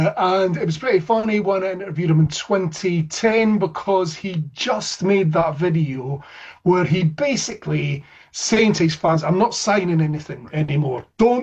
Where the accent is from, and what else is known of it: Scotland, United Kingdom